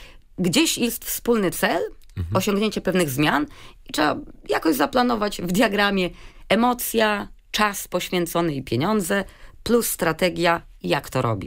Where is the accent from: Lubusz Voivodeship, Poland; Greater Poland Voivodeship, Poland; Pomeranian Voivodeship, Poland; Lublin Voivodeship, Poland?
Greater Poland Voivodeship, Poland; Poznań; now in Berlin, Germany; pochodzę z Poznania, u nas w Poznaniu